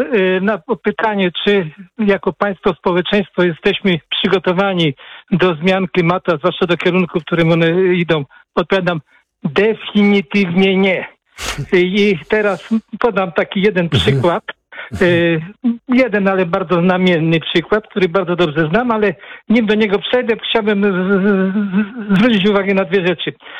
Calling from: Płock, Masovian Voivodeship, Poland; Ja jestem z Płocka

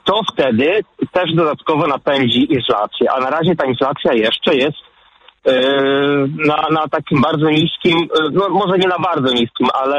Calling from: England, United Kingdom; ja akurat w tym momencie dzwonię z Anglii, jestem kierowcą zawodowym

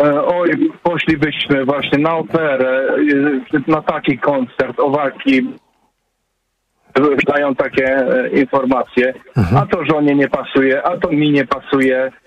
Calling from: Germany; mieszkam w Niemczech

